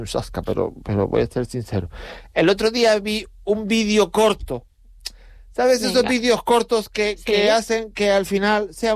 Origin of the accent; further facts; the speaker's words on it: Tenerife, Canary Islands, Spain; moved away; como decimos en Tenerife